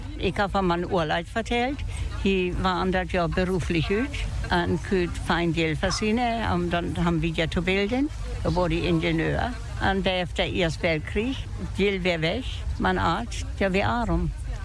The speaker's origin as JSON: {"language": "German", "town": "Amrum", "region": "Schleswig-Holstein", "country": "Germany", "tie": "born or raised there", "lives_now": "United States", "said": "Amerika ist mein Zuhause, aber für Amrum ist meine Heimat."}